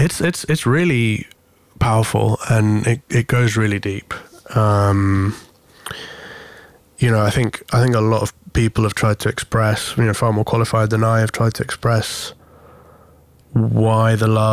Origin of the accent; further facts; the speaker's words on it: Corfu, Ionian Islands, Greece; moved away; Right, so I grew up on the island of Corfu. I was born in 1989. That's where my parents still live. That's where I always go back to when I visit.